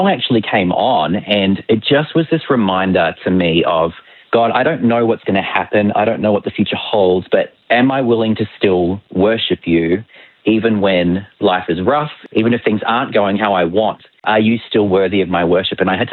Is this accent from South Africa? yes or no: no; Australia; accent: Aussie-Kiwi mix; now in New Zealand; Well, I have an Aussie-Kiwi mix accent. I'm actually Australian. I've lived in New Zealand for nearly 20 years.